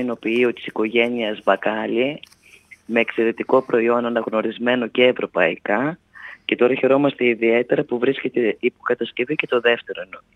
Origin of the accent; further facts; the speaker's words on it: Vasilika, Central Macedonia, Greece; το δικό μου το ρητό όσον αφορά τον τόπο μου είναι βασιλικά τόπος να δεις, βασιλικά τόπος να ζεις.